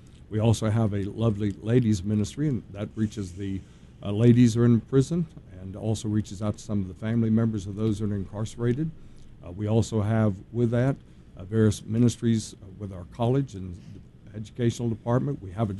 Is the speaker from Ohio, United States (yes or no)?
no; Georgia, United States; Born and raised in the South, in the North Georgia area.